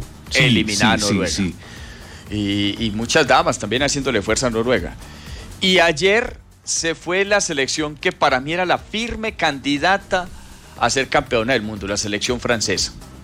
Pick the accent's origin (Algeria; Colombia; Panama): Colombia